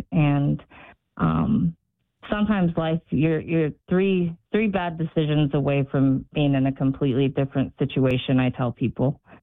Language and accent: English; Newport, Oregon, United States; Well, my world, growing up, I grew up on the Oregon coast, Newport, right on the water.